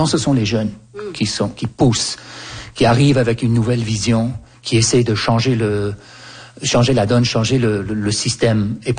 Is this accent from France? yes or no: no; Canada; moi j'ai grandi au Canada et quand j'avais 4, 5, 6 ans, il y avait un bus, il y avait un agenda à l'école